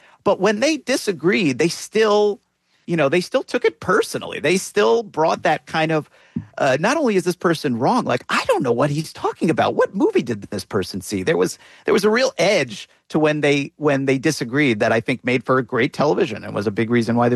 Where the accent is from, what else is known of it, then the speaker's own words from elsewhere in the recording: New Jersey, United States; I grew up in New Jersey. I'm a New York area native. I've never lived in Chicago